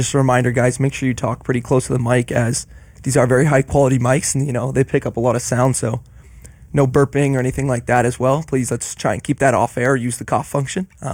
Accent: Montreal, Quebec, Canada; moved away as an adult; now in Orange, United States; I'm originally from Montreal, Canada.

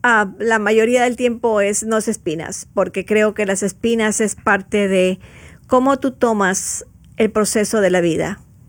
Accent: Ecuador; moved away; de donde yo vengo, que es de la parte del sur de América, yo soy de Ecuador.

